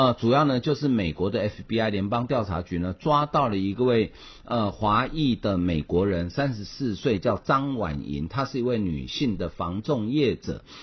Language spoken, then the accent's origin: Chinese; Taiwan; 我每次去外国，有外国人问到说，知道我是台湾来